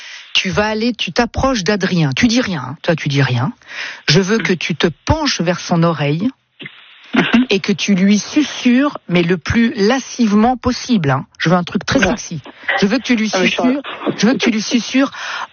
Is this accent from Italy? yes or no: yes; Italy; mais ça, c'est les Italiens, ça, et je suis italien, moi